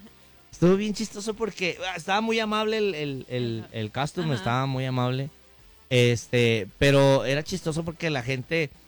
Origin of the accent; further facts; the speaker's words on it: Mexico; now in United States; Y los mexicanos que llegamos aquí a Estados Unidos